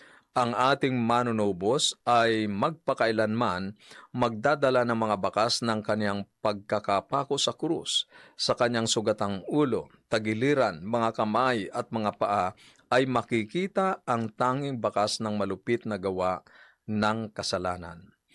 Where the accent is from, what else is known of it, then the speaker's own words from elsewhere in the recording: Quezon, Calabarzon, Philippines; Ako po ay taga Quezon at doon sa amin ay uso ang lambanog.